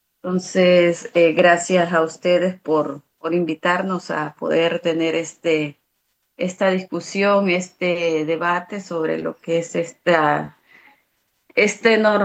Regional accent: Colón, Honduras; yo soy hondureña, ¿verdad? Luchadora social, soy de la región del Bajo Aguán, una región bastante emblemática en todas estas luchas territoriales que hemos venido llevando de hace décadas.

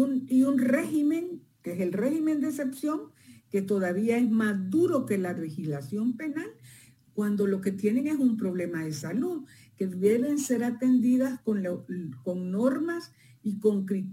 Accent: El Salvador

